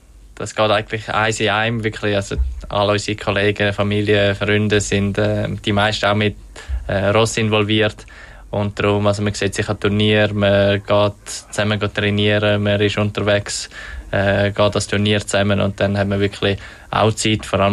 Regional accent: Switzerland

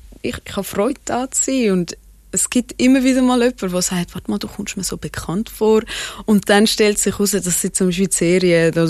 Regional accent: Switzerland; accent: Swiss German; ich rede ja Schweizerdeutsch

